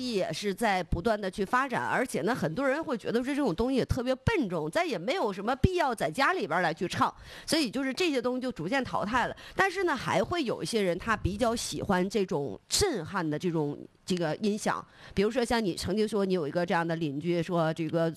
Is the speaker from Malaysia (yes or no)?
no; Northeast China, China; 作为东北人来讲吧，热情好客